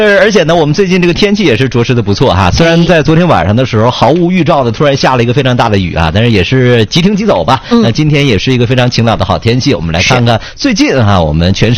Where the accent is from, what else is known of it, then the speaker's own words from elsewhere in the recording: Changchun, Jilin, China; 咱们长春人